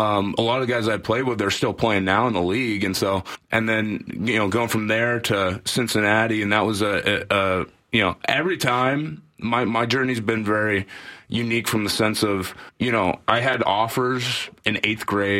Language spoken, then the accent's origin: English; New Westminster, British Columbia, Canada; born there; to have him up in New Westminster, up in BC, and then brought him right back down, and that's how I'm Canadian.